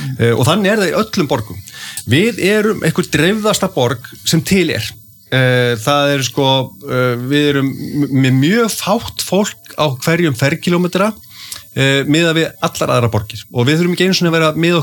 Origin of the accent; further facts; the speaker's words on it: Reykjavík, Capital Region, Iceland; Ég er alinn upp í Breiðholtinu. Já. Í hólunum í Breiðholti